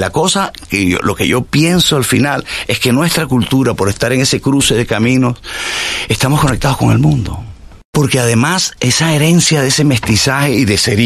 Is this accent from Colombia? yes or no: yes; Andean region, Colombia; now in Caribbean Region, Colombia; Yo soy andino, pero estoy en el Caribe.